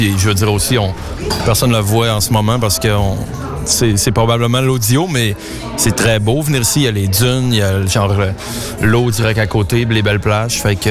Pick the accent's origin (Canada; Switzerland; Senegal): Canada; Saint-Prime, Quebec; Je viens de Saint-Prime au Lac-Saint-Jean, au Québec, au Canada.